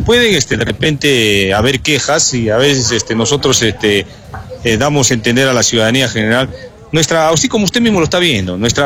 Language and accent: Spanish; Arequipa, Peru; Nosotros como arequipeños estamos reclamando un derecho justo